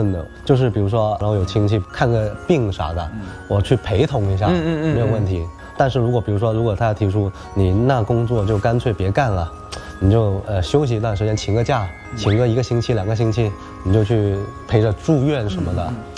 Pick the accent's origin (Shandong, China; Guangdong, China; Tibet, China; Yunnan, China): Guangdong, China; Guangzhou; now in Shanghai, China